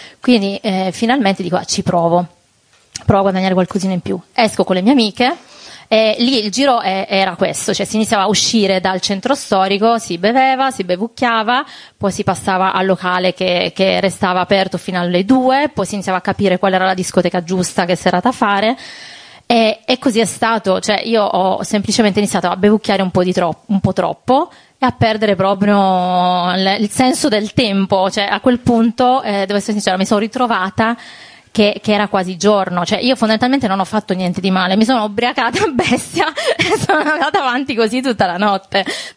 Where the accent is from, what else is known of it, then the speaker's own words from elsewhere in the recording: Alghero, Sardinia, Italy; io provengo da Alghero, un paesino della Sardegna che, diciamo, vive molto d'estate ma poco d'inverno.